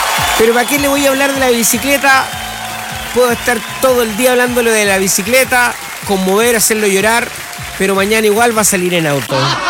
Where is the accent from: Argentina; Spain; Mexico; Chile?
Chile; los chilenos somos al revés